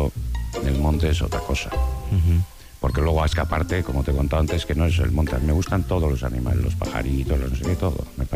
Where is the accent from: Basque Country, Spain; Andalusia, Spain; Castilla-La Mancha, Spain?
Basque Country, Spain; Bilbao; Deusto, yo nací en Deusto, estudié en la Salle de Deusto, y luego cuando se hizo la urbanización Unmemendi, pues yo que tendría 11 años, así, por ahí 12, pues mis padres compraron una casa ahí.